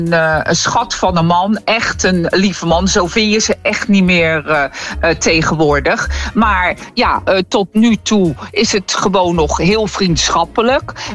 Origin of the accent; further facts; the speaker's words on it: Rotterdam, South Holland, Netherlands; moved away as an adult; also born or lived in Rockanje / Spijkenisse / Belgium; now in Spain; Uit Hillegersberg. Ik ben geboren zeg maar op de Prins Bernhardskade aan de Plas. Daar woonden mijn ouders toen in bij mensen.